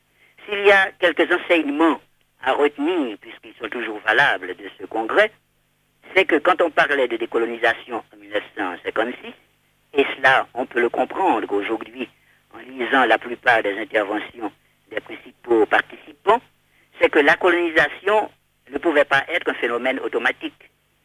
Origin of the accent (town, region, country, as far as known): Haiti